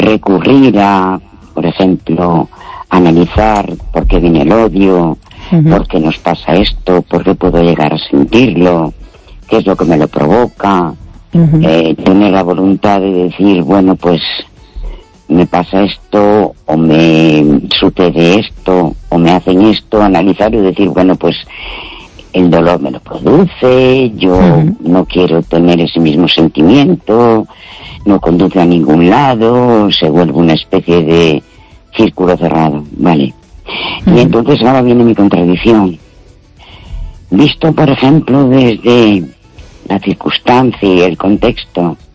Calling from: Vigo, Galicia, Spain

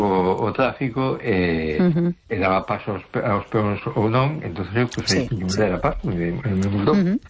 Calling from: A Coruña, Galicia, Spain; Boa noite … … de Coruña.

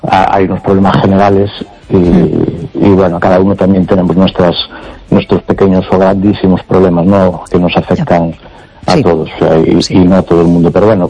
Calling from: A Coruña, Galicia, Spain; de Coruña.

